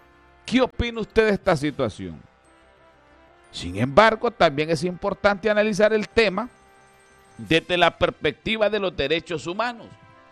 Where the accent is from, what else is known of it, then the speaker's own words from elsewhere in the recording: Honduras; nosotros, como hondureños